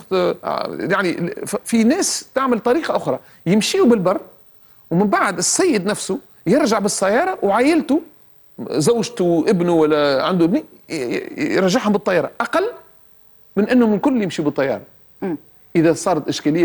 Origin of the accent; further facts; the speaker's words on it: Tunisia; now in Qatar; أنا مثلا من تونس، احنا يعني حتى بيننا نحن التونسيين